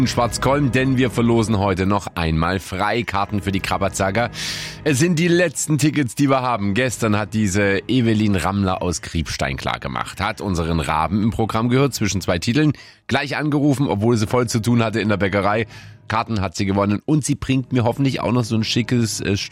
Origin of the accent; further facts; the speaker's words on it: Saxony, Germany; Doch, natürlich bin ich Sachse.